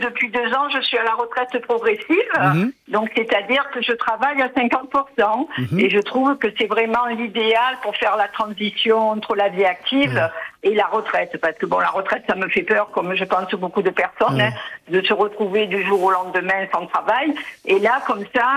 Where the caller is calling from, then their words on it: Marseille, Provence-Alpes-Côte d'Azur, France; J'appelle de Marseille